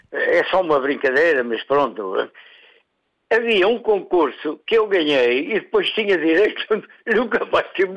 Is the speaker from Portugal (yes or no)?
yes; Chaves, Norte, Portugal; born or raised there